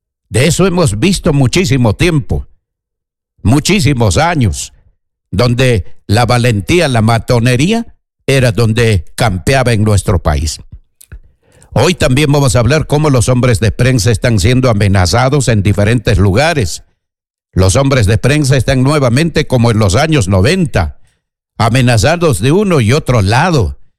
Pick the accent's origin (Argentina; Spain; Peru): Peru; como decíamos en nuestro país